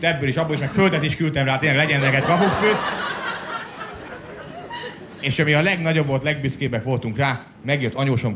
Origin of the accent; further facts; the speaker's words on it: Great Hungarian Plain, Hungary; Én alföldi gyerek vagyok